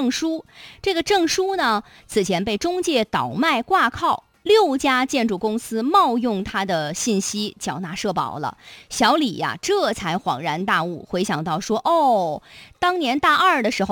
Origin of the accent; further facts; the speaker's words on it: Shanxi, China; moved away; 我的老家山西啊